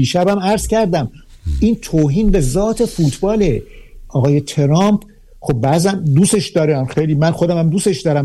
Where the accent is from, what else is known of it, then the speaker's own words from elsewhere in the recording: Ahvaz, Khuzestan, Iran; born there; تو اهواز بودیم ما اون موقع، من نوجوان بودم،